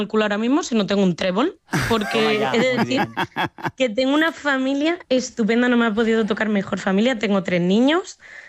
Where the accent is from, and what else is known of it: Extremadura, Spain; accent: Madrid; also born or lived in Madrid; now in Ireland